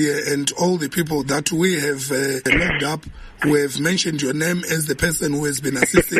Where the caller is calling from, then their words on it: Polokwane, Limpopo, South Africa; My name is Detective Inspector … I'm calling you from Polokwane.